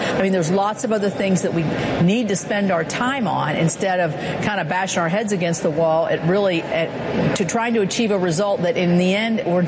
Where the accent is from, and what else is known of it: West Virginia, United States